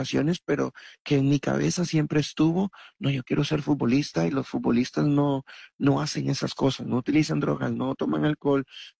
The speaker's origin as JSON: {"language": "Spanish", "region": "San José", "country": "Costa Rica", "tie": "born or raised there", "said": "yo crecí en San José, Costa Rica, en Barrio México, es uno de los pueblos más peligrosos en Costa Rica, y pues crecí rodeado de muchas personas que vendían o utilizaban drogas, alcohol, violencia"}